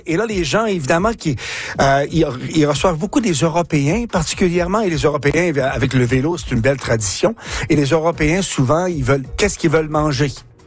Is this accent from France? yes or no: no; Hébertville-Station, Quebec, Canada; moved away; moi, je viens d'un tout petit village d'agriculteurs qui s'appelle Héberville Station.